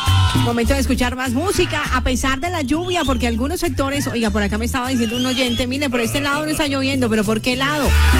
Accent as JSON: {"language": "Spanish", "country": "Colombia", "said": "para ir a cumplir con nuestro deber como buenos colombianos."}